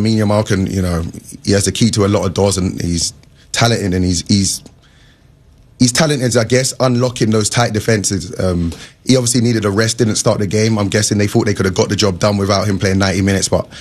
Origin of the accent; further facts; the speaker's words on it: England, United Kingdom; to me it was amazing because I grew up in England.